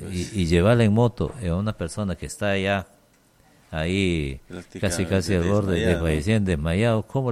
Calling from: Peru; Todos somos peruanos, finalmente.

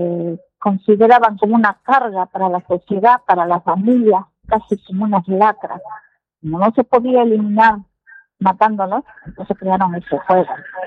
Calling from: Peru

